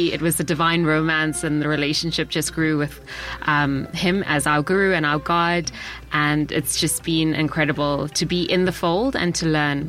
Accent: South Africa; Hola, thanks for having me. … from South Africa.

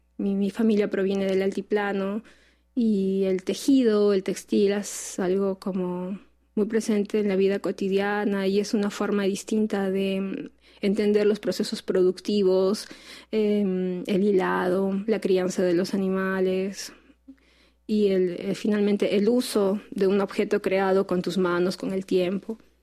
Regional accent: Peru; now in Arequipa, Peru; Arequipa, que es la ciudad donde yo vivo

